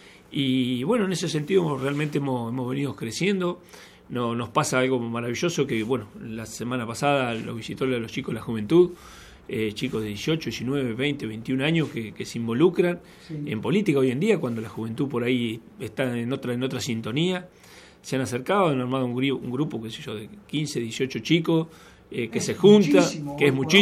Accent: Quequén, Buenos Aires Province, Argentina; soy de Quequén

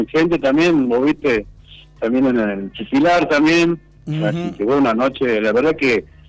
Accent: Alderetes, Tucumán, Argentina; yo me crié aquí en Alderete

